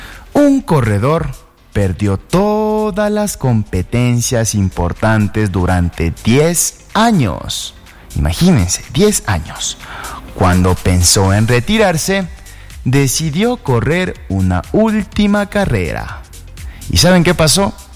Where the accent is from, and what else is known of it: Ecuador